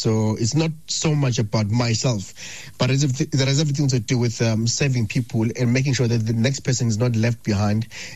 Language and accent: English; Ladysmith, KwaZulu-Natal, South Africa; I grew up in Ladysmith, attending in township and rural schools, where resources were very, very limited, you know.